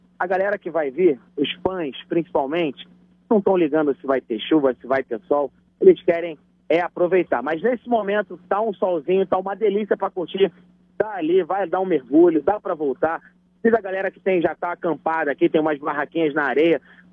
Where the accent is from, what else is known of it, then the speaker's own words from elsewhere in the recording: Rio de Janeiro, Brazil; Falando como carioca, morador, cidadão aqui do Rio de Janeiro, você está em casa hoje